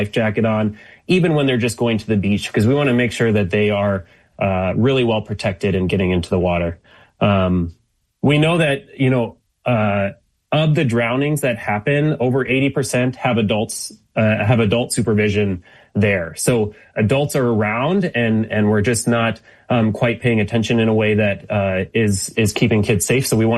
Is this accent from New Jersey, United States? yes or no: no; Federal Way, Washington, United States; born or raised there